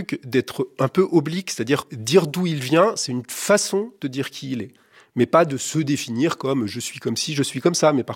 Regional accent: Lisieux, Normandy, France; Lui venait de Bernay, moi je venais de Lisieux. Il avait eu son groupe de rock à Bernay, moi j'avais le mien à Lisieux.

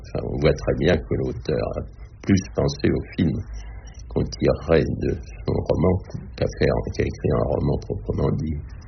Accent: Le Havre, Normandy, France; Et tant enfant, même des personnages sont plus ou moins ressemblants à des personnages que j'ai connus dans mon enfance au Havre.

